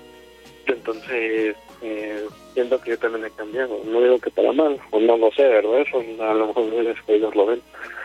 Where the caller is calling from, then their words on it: Ecatepec, State of Mexico, Mexico; yo trabajo por la Ciudad de México, yo soy del Estado de México, de aquí de Catepec.